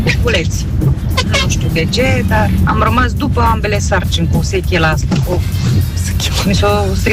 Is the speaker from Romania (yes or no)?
yes; Moldavia, Romania; born there; de când sunt copil, în Moldova se numește cir.